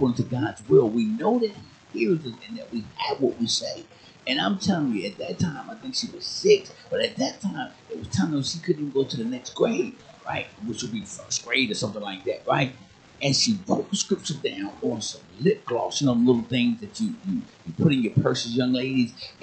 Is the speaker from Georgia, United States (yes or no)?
yes; Georgia, United States; I'm from Georgia.